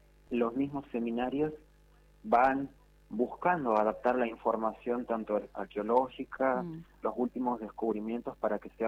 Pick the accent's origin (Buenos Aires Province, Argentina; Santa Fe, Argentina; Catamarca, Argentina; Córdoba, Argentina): Catamarca, Argentina; como norteño, como catamarqueño